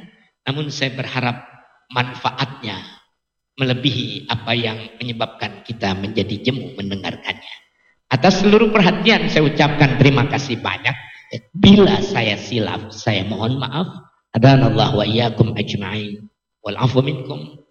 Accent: Jakarta, Indonesia; Saya sendiri di daerah saya, di Matraman saya

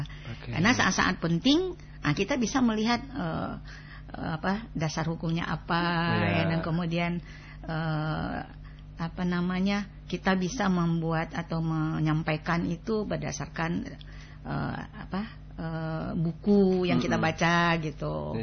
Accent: Padang, West Sumatra, Indonesia; also born or lived in Pariaman; now in Aceh Singkil, Indonesia; sampai sekolah perguruan tinggi juga di Padang. Di Padang.

